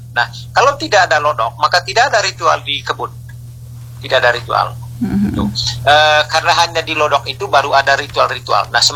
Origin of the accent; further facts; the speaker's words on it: Rangat, East Nusa Tenggara, Indonesia; Di kampung saya misalnya di Rangat, di Sabai Lolos ya, tahun 2014 kami membuka satu lahan